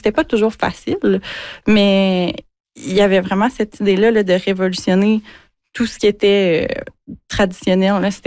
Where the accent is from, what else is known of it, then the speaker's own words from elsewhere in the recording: Quebec, Canada; dont on est dépouillé en tant que Québécois, si on veut voyager, ça coûte tellement cher